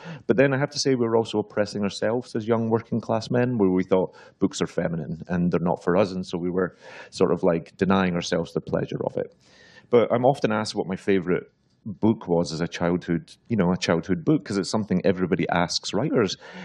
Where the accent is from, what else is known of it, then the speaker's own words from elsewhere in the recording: Glasgow, Scotland, United Kingdom; But I grew up in Glasgow in the 80s, in a very sort of, in a neighborhood that was really affected by Thatcherism.